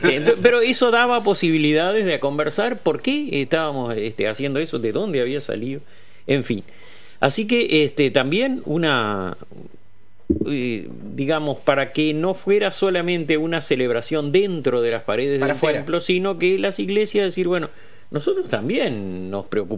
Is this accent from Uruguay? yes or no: yes; Uruguay; born there; los que estamos acá somos todos uruguayos, todos nacimos en este país y todos nacimos ya en un estado laico